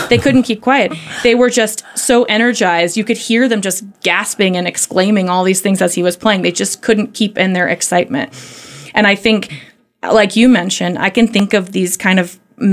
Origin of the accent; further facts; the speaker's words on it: North Carolina, United States; moved away as an adult; also born or lived in New York City; I grew up in North Carolina.